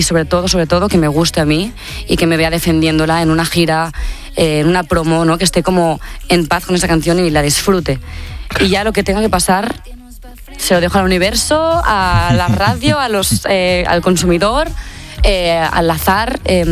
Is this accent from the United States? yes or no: no; Tiana, Catalonia, Spain; Yo soy de Barcelona, bueno, de Tiana, en realidad, de un pueblo de alrededores, del Maresme.